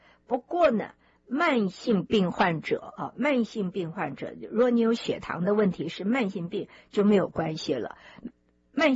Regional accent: Taiwan; 因为我从台湾来，所以我知道台湾啊一年四季可以吃到各式各样的橘子。

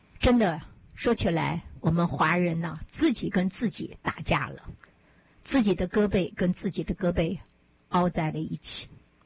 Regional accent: Taiwan; moved away as an adult; now in United States; 可是我也在台湾长大的，在1986年我到美国来，我才真正的接触到来自中国大陆的人。

